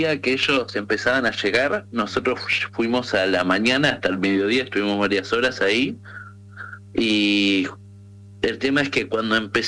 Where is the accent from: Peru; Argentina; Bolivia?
Argentina; Mar del Plata, Buenos Aires Province; Tengan en cuenta que nosotros dos somos de Mar del Plata